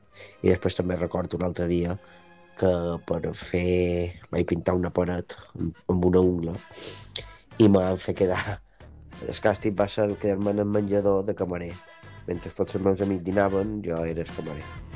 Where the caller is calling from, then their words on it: Palma, Balearic Islands, Spain; soc de Palma